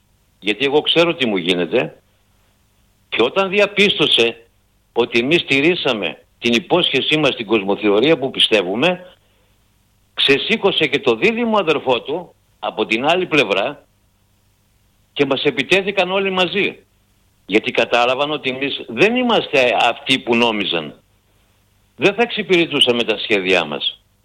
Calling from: Greece; την πατρίδα μου

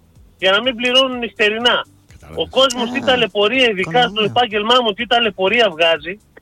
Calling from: Germany; είμαι από Γερμανία.

